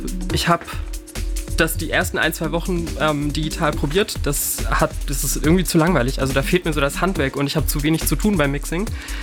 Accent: Cologne, North Rhine-Westphalia, Germany; Ich komme aus Köln.

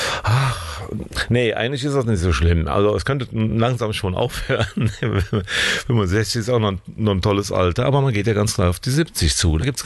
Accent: Niederkassel, North Rhine-Westphalia, Germany; born or raised there

